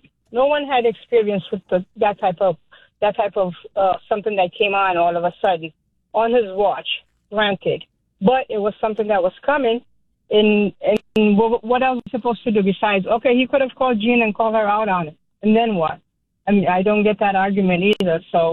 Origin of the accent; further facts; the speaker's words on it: Cape Verde; I'm Cape Verdean.